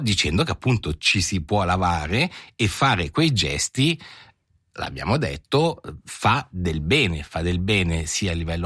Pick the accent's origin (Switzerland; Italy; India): Switzerland; Ponto Valentino, Ticino; Sono nato e cresciuto in Val di Blenio, a Ponto Valentino, oggi comune di Acquarossa